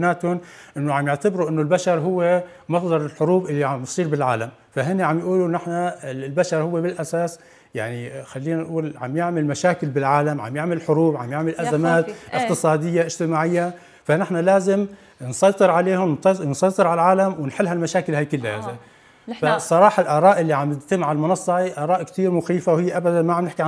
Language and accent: Arabic; Syria; نحن بجزء سوري